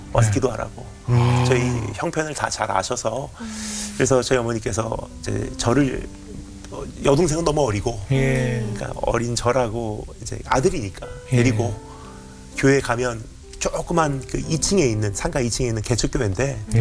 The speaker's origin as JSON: {"language": "Korean", "country": "Japan", "tie": "born or raised there", "said": "제가 이제 일본에서 자랐잖아요. 일본은 그 교회가 별로 크질 않아요."}